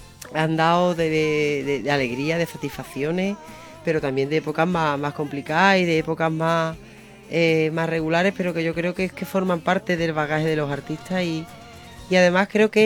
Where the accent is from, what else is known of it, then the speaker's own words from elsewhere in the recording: La Luisiana, Andalusia, Spain; Yo soy de la Luisiana.